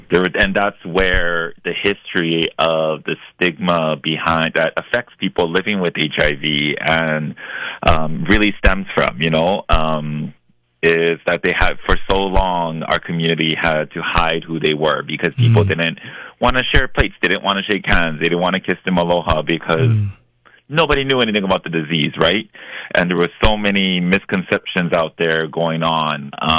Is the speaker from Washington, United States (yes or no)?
no; Captain Cook, Hawaii, United States; moved away as an adult; now in Honolulu, United States; I'm originally from South Kona on the Big Island. Mm-hmm. I grew up, born and raised in Captain Cook. I moved here over to Honolulu for college and just ended up staying here.